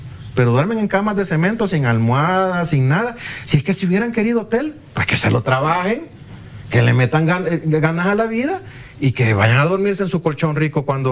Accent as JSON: {"language": "Spanish", "country": "El Salvador"}